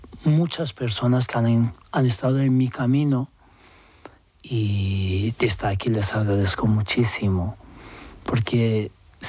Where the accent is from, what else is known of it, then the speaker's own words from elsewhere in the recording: Turkey; Spanish is a second language; now in Spain; igual que seas también turco, porque digo, soy turco y podía pasar más fácil que el otros muchos, pero de igual forma molestaban mucho y querían deportarme a Irán. Que una persona de repente como un ángel llevó y me ayudó a venirme a España.